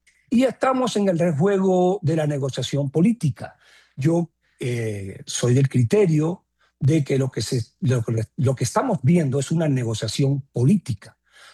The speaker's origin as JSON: {"language": "Spanish", "country": "Cuba", "tie": "born there", "said": "yo nací en Cuba, así que hablo"}